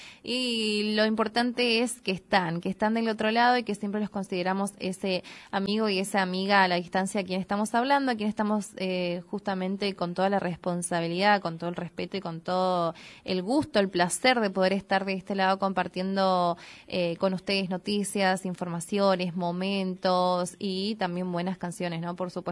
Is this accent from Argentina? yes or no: yes; Argentina; nos atraviesa como pueblo, como argentinos